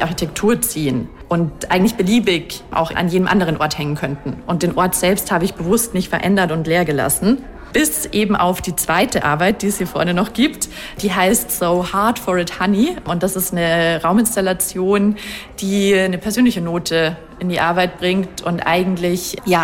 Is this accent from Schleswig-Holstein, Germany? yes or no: no; Ingolstadt, Bavaria, Germany; born there; moved away; ich bin in Ingolstadt geboren